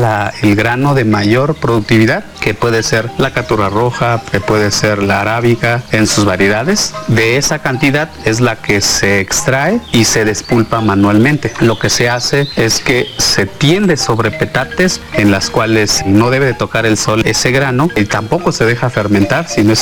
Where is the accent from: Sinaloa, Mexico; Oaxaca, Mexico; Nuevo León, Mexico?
Oaxaca, Mexico; Tanetze de Zaragoza